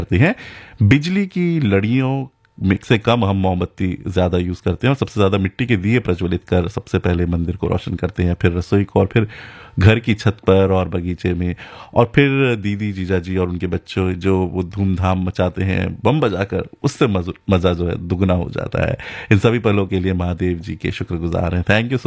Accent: Uttarakhand, India; बहुत मतलब गढ़वाल उत्तराखंड से, मतलब हम भी वहीं से हैं और हमारे यहाँ तो बहुत मतलब हर महीने कोई ना कोई त्यौहार होता है

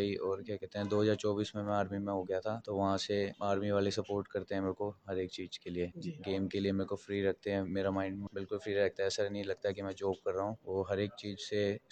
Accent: Delhi, India; मैं दिल्ली का रहने वाला हूँ, द्वारका मोड़ से यहाँ रहता हूँ मैं, द्वारका मोड़ पे।

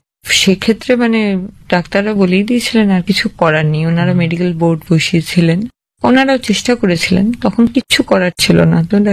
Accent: Bardhaman, West Bengal, India; moved away as an adult; now in Chandannagar, India; আমার বাড়ি বর্ধমানে, আর আমার শ্বশুরবাড়ি হচ্ছে চন্দননগর, এখন সেখান থেকেই আসছি।

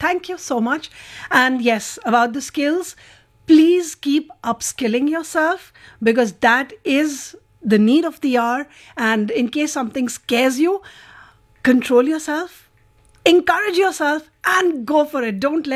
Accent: Trichy, Tamil Nadu, India; from Trichy.

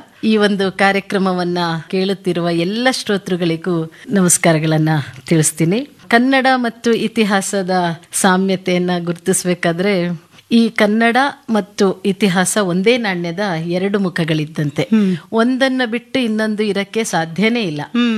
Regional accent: Thirthahalli, Karnataka, India; moved away; ನಮ್ಮ ಬಾಲ್ಯ ತಾವೇ ಹೇಳ್ದ ಹಾಗೆ ತೀರ್ಥಹಳ್ಳಿ. ತೀರ್ಥಹಳ್ಳಿ ಊರೇ ಒಂಥರ ಮಲೆನಾಡು

